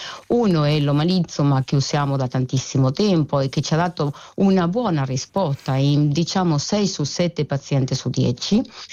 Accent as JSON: {"language": "Italian", "country": "Argentina", "tie": "born or raised there"}